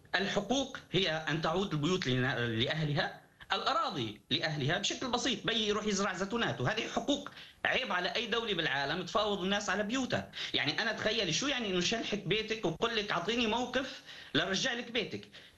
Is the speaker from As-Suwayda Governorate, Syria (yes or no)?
yes; As-Suwayda Governorate, Syria; moved away as an adult; أنا ابن قرية محتلة الآن.